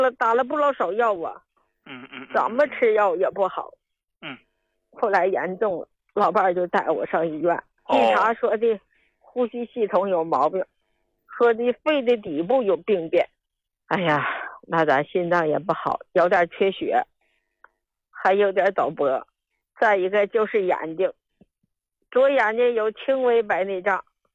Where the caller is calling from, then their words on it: Shenyang, Liaoning, China; 哎呀，今年我都80了，我是个老太太